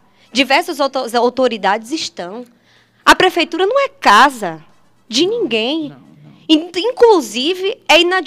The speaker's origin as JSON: {"language": "Portuguese", "town": "Coração de Maria", "region": "Bahia", "country": "Brazil", "tie": "born or raised there", "said": "Coração de Maria é minha terra."}